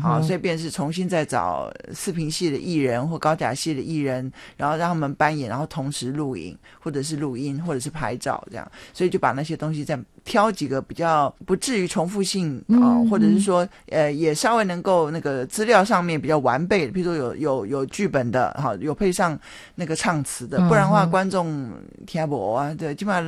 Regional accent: Taoyuan, Taiwan; 我桃园人啊

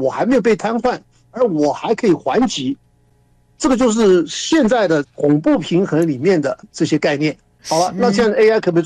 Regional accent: Taiwan; 那你说我们台湾

